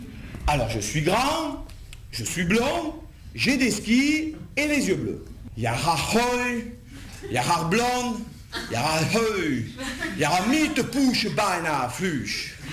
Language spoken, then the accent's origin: French; Marseille, Provence-Alpes-Côte d'Azur, France; born there; Bon, je suis né à Marseille, qu'est-ce que vous voulez que j'y fasse? C'est pas de ma faute, non?